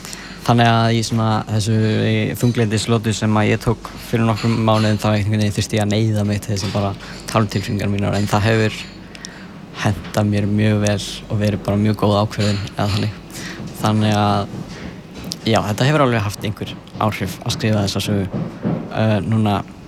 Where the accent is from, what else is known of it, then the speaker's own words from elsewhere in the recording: Sörbær, Northwestern Region, Iceland; Vatnsnes, þetta er nes bara fyrir ofan Hvammstanga eiginlega, þess að norðara Hvammstanga. Og ég er frá Sörbæ á Vatnsnesi.